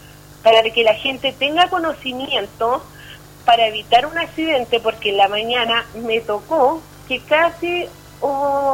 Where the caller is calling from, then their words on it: Coronel, Biobío, Chile; soy secretaria de la Mesa de Seguridad de Sector Norte acá del Coronel.